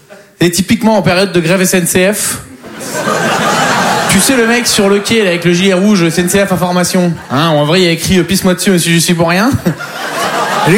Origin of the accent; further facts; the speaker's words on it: Poitiers, Nouvelle-Aquitaine, France; Mais moi, en plus, je viens de Poitiers, donc il faut s'occuper. Tu peux pas aller au Futuroscope 5 fois par semaine, quoi.